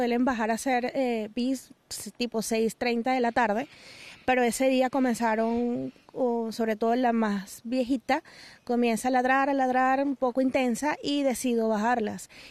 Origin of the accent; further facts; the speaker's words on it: Caracas, Capital District, Venezuela; no soy de acá, oriunda de la capital